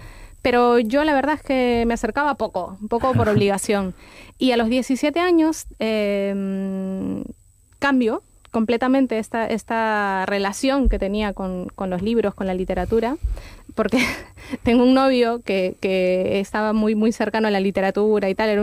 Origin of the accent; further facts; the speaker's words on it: Peru; now in Spain; Bueno, yo no soy de aquí, se me notará en el acento. Yo soy peruana, vivo en España hace 6 años más o menos.